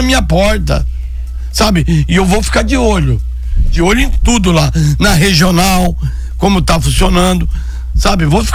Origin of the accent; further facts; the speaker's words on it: São Paulo, Brazil; born there; eu nasci em São Paulo, vim com um mês de vida. Sou neto e filho de Caiçara, lá da Ponta Aguda, perto da Tabatinga.